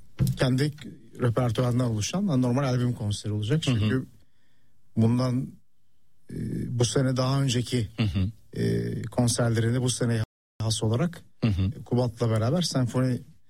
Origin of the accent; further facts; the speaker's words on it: Istanbul, Turkey; Ben Taksim'de doğdum. Yani, ilk doğduğum ev, hatta yıllarca orada oturduk.